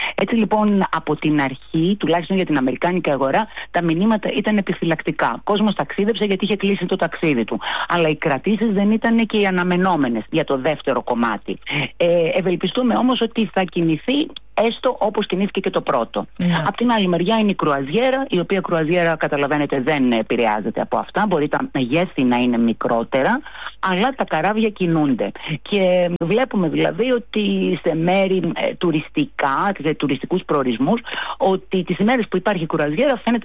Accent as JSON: {"language": "Greek", "country": "Turkey", "second_language": "Greek", "said": "λέγοντας ότι μιλάω πολύ καλά αυτή τη γλώσσα. Αν και είμαι Τουρκάλα."}